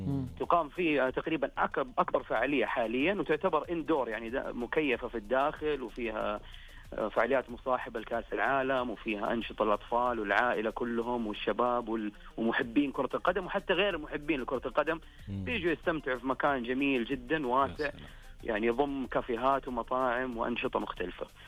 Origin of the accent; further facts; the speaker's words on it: Saudi Arabia; عندنا في السعودية